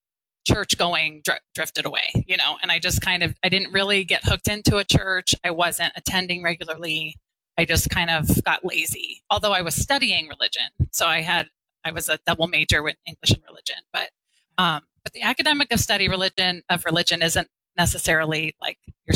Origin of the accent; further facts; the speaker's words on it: Cincinnati, Ohio, United States; I was from Cincinnati.